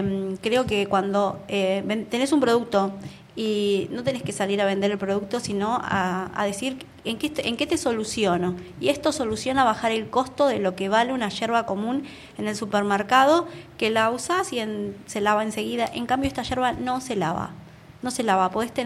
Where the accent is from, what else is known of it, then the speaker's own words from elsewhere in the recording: Cinco Saltos, Río Negro, Argentina; yo soy de Cinco Saltos, criada en Cinco Saltos.